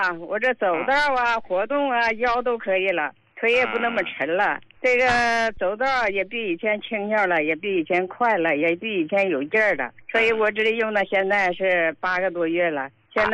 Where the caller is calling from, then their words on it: Harbin, Heilongjiang, China; 不知道你记不记得我了，我是哈尔滨的患者。